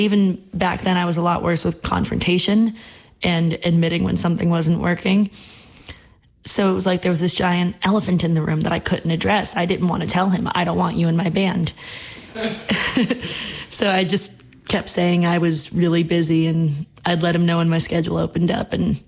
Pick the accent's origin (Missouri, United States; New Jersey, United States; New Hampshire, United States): New Hampshire, United States; moved away as an adult; now in Nashville, United States; I am from New Hampshire, southern New Hampshire near Boston originally, and I just moved to Nashville last year.